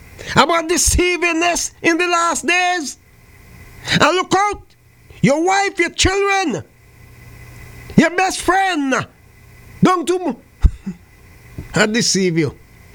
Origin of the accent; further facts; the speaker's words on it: St. Vincent & Grenadines; moved away; my hometown? St. Vincent of the Grenadines?